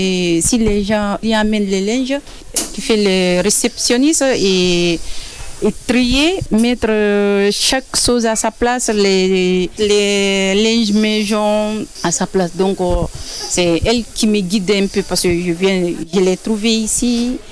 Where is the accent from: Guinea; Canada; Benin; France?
Guinea; je suis guinéenne.